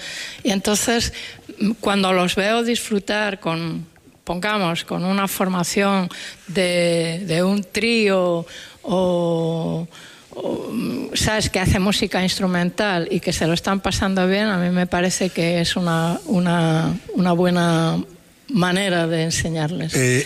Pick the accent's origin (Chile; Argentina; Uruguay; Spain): Spain; Boimorto, Galicia; born there; este lugar en el que he nacido y ha nacido toda mi familia, ¿no? La familia de mi padre está a escasísimos kilómetros de donde nacieron la familia de mi madre.